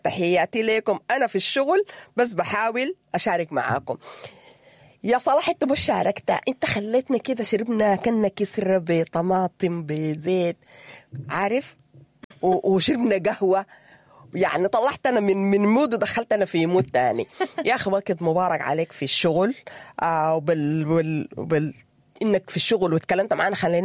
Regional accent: Sudan

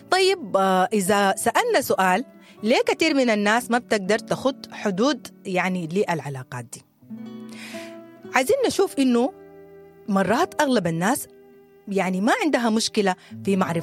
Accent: Sudan; إحنا كسودانيين

